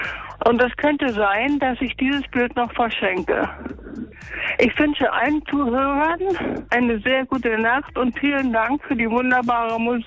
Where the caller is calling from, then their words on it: Prenzlau, Brandenburg, Germany; Ich rufe aus Prenzlau an.